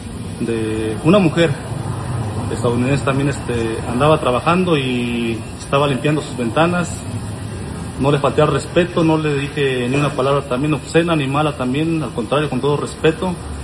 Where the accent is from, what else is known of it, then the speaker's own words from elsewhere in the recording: Querétaro, Mexico; now in United States; soy mexicano del estado de Querétaro.